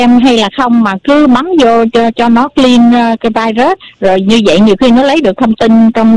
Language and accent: Vietnamese; Southern Vietnam, Vietnam; accent: Southern Vietnamese; Người Nam chính cống luôn